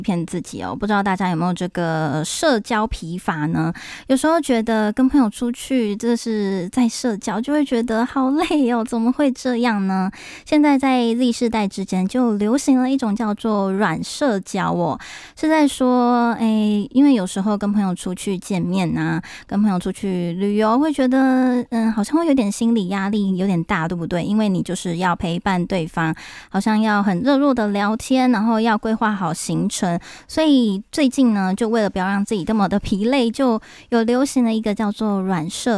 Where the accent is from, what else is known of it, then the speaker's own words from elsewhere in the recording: Tainan, Taiwan; 因为我是台南人嘛，